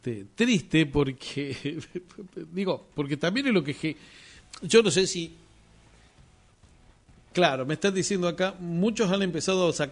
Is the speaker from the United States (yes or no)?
no; Argentina; Y todos somos argentinos.